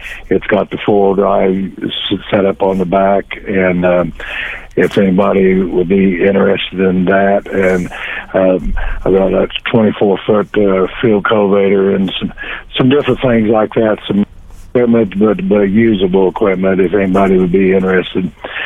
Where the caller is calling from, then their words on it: La Plata, Missouri, United States; The La Plata area.